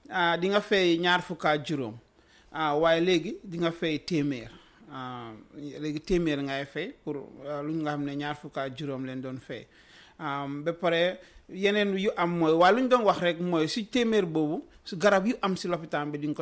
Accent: North Bank, Gambia; I'm from Chamen in Lower Nyome.

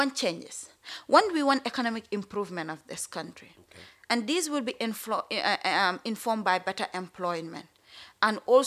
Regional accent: Gambia; We want to be proud to say we are from Gambia

